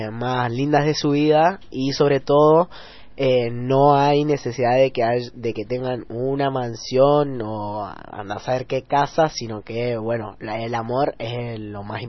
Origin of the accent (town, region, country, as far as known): Italy; moved away as an adult; now in Argentina